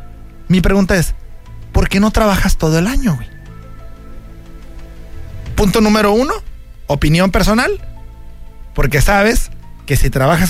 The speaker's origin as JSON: {"language": "Spanish", "country": "Mexico", "moved": "yes", "lives_now": "United States"}